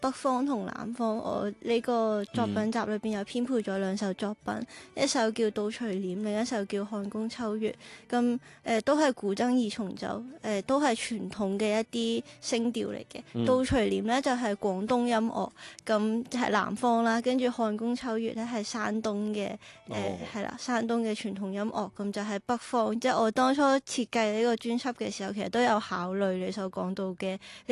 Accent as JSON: {"language": "Cantonese", "country": "Macau", "tie": "born or raised there", "said": "我始终我系澳门人啦，咁即系我都系喺个大湾区长大，咁我觉得即系都系我最熟悉嘅语言"}